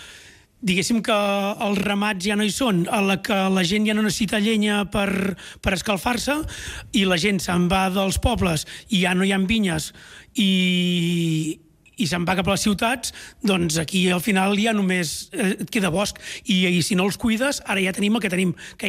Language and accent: Catalan; Mura, Catalonia, Spain; soc de Mura, no? Jo, si anava al col·le a Terrassa, però jo sóc de Mura